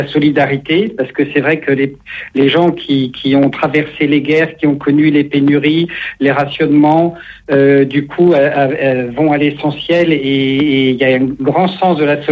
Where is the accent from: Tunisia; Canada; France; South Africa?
France; Grand Est; born there; also born or lived in Brittany, France; En fait, je vis entre deux régions, dans la Marne qui est ma région natale et en Bretagne un mois sur deux